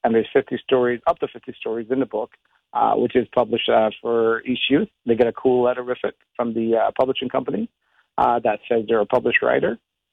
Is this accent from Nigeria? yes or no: no; Barbados; I think a lot of it comes from my upbringing as well. I grew up back home in Barbados and then, sort of running around in the streets